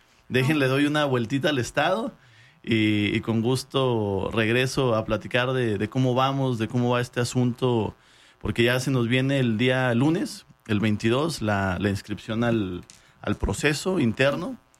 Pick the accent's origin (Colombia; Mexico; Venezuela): Mexico; Chihuahua; nuestro estado de Chihuahua